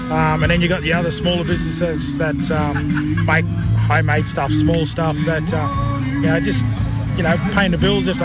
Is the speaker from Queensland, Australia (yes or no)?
yes; Cunnamulla, Queensland, Australia; I knew I was from Cunnamulla, I knew I was Kuma Kunya man